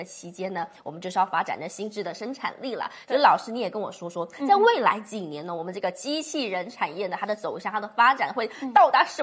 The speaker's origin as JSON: {"language": "Chinese", "country": "Taiwan", "said": "当然呢我来自台湾嘛"}